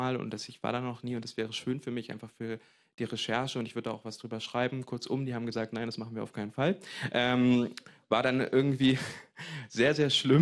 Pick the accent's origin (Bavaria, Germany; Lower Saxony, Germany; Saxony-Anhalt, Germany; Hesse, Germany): Saxony-Anhalt, Germany; Wernigerode; dass ich aus Wernigerode meine Heimat ist